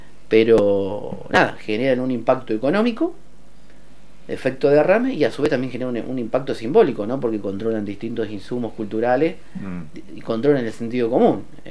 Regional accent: Córdoba, Argentina; Mira, yo vengo de Córdoba, ¿no? Córdoba es algo muy distinto a lo que está pasando acá.

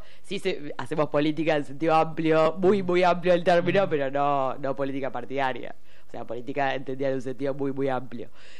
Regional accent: La Plata, Buenos Aires Province, Argentina; Me crié acá en Villa Elvira, cerca de Alto San Lorenzo, de hecho, donde está la organización de la que vengo a hablar.

